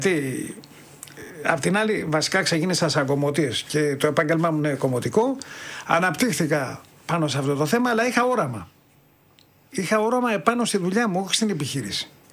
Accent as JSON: {"language": "Greek", "town": "Peristeri", "region": "Attica", "country": "Greece", "tie": "born or raised there", "said": "Εγώ μεγάλωσα στο Περιστέρι βασικά. Λοιπόν. Και οι φίλοι μου ήταν από το Περιστέρι και ήταν και από το Κορνάκι."}